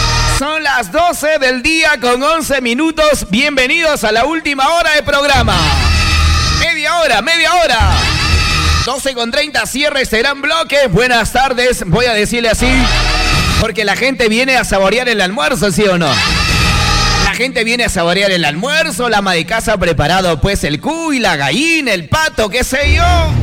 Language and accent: Spanish; Lima, Peru; De Lima, hermano, somos nosotros. Somos de Lima, hermano.